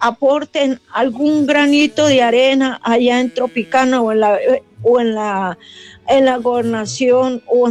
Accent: Cali, Valle del Cauca, Colombia; Yo soy caleña y me ha dolido mucho.

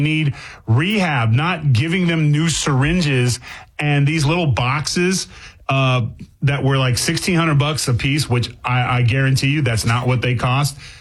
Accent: California, United States; I grew up in California. I won't bring my family to California anymore. And that breaks my heart.

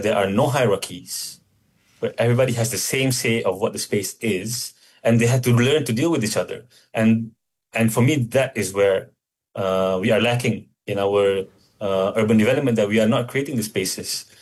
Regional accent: Kajang, Selangor, Malaysia; I grew up in Kajang. So my neighborhood, you literally have, it was a landed property, terrace houses.

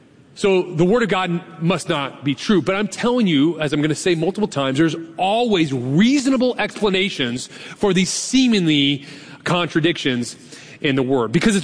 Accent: Carmichael, California, United States; I actually grew up and am from Carmichael. But I learned very quickly at Biola, when I said I was from Carmichael, nobody knew what I meant.

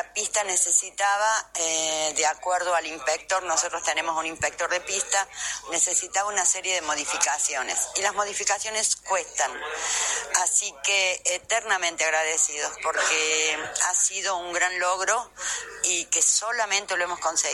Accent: Córdoba, Argentina

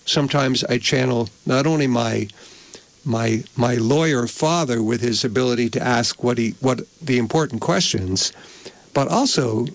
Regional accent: Colchester, Vermont, United States; The lady who started the little Colchester community newspaper, and I was raised in Colchester

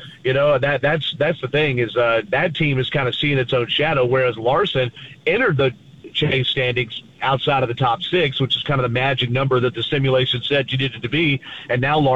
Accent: Atlanta, Georgia, United States; We're watching it from my hometown in Atlanta.

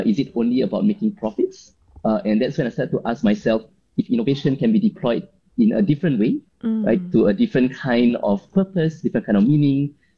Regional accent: Singapore; I think that kind of made me realize that as a Singaporean engineer overseas, there's so much knowledge, right?

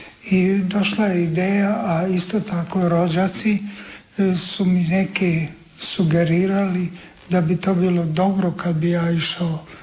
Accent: Sveti Juraj na Bregu, Međimurje County, Croatia; ja sam završio osnovnu školu u mom zavičaju u Međimurju, u Sveti Juraj na Bregu

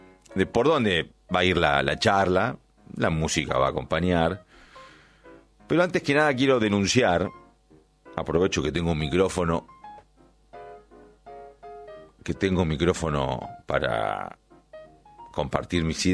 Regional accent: Argentina

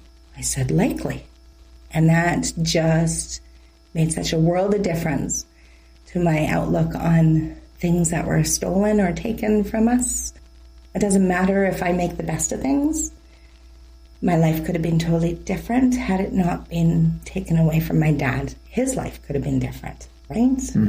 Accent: Toronto, Ontario, Canada; born there; also born or lived in Georgina, Ontario; I grew up kind of in Toronto, and then sat in, so Georgina, so it was quieter when I moved there.

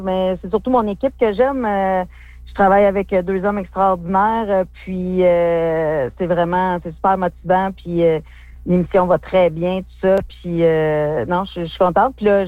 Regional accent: Rouyn-Noranda, Quebec, Canada; now in Greater Montreal, Canada; ça fait très longtemps que j'ai pas été à Arnfield, par exemple. Ça doit faire quasiment 20 ans que je suis pas retournée dans mon village natal. Quand je vais à Rouyn, je vais à Évin parce que ma famille habite là. Fait que je me rends plus à Arnfield.

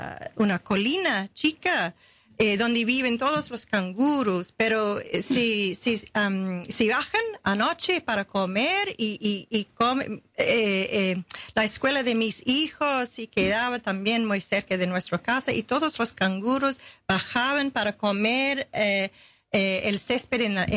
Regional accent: Australia; Spanish is a second language; moved away as an adult; now in Argentina; los australianos, otro característico de los australianos es que somos muy vinculados a la naturaleza. Sí. Tenemos un país de belleza, como Argentina, de paisajes, de variedades de paisajes enormes.

